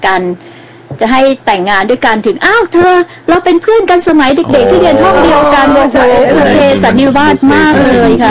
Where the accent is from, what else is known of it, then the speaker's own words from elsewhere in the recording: Phichit, Thailand; จังหวัดพิจิตรค่ะ